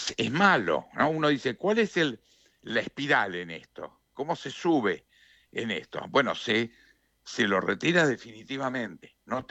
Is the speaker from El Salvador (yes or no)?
no; Argentina; A mí me pongo colorado de vergüenza propia, porque yo soy argentino